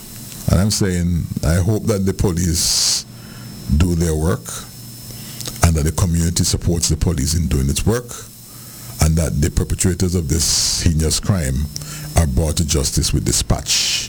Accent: Liberta, Saint Paul, Antigua & Barbuda; born there; When there's a little boy growing up in Liberta

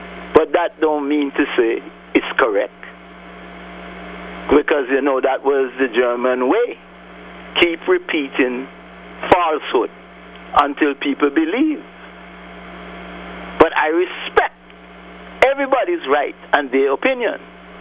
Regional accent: Blake's Estate, Montserrat; born there; I was born on Blake's estate, which is the closest estate to Delaps and Maurice Sluby and Fries.

